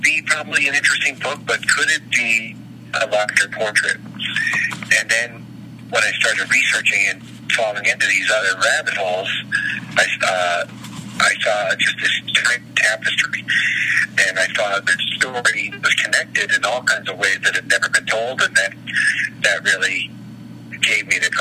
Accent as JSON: {"language": "English", "town": "Boston", "region": "Massachusetts", "country": "United States", "said": "like you said, I'm here from Boston"}